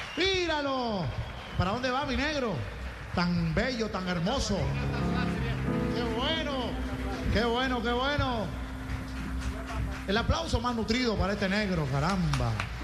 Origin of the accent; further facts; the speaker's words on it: Maracaibo, Zulia, Venezuela; Maracucho, somos maracuchos.